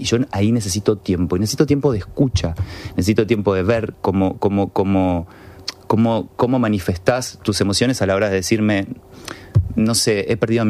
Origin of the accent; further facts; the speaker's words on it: Argentina; Para mí, como argentino, estar en un programa de radio de España, de Madrid, que quiero tanto, para mí es un privilegio